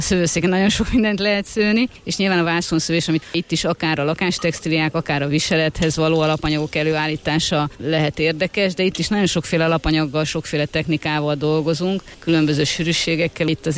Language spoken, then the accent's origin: Hungarian; Somogy, Hungary; én somogyi vagyok